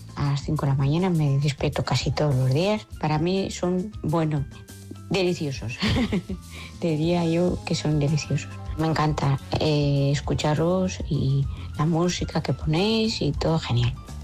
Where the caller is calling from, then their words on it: Pamplona, Navarre, Spain; bostecua, y soy de Pamplona.